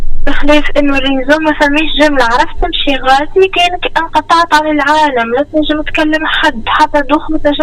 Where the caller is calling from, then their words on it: Sbiba, Kasserine Governorate, Tunisia; نحن من سبيدلة